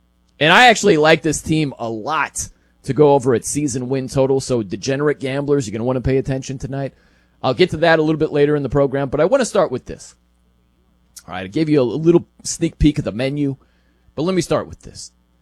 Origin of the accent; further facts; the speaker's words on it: Indiana, United States; I know I grew up in Indiana.